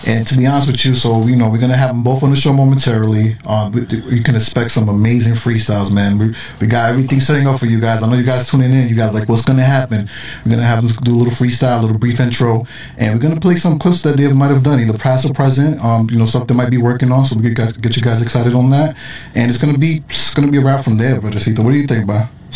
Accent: New York City, New York, United States; I was born and raised in the Bronx. Like, I love, like, you know, I was born and raised by Yankee Stadium. Shout out to, you know, High Bridge, Yankee Stadium. I grew up the hill right

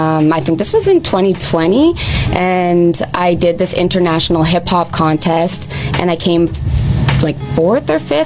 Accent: Calgary, Alberta, Canada; I'm from Calgary, Alberta, Canada.

